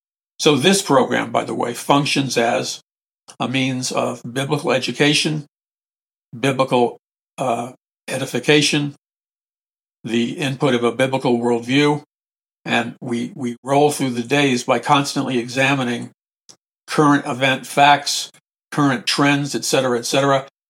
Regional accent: New York City, New York, United States; I grew up in New York City and nobody really drove in New York City.

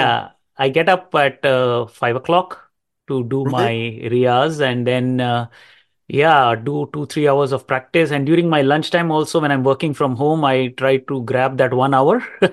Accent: India; now in Canada; I'm originally from India. I migrated here to Canada in 2014

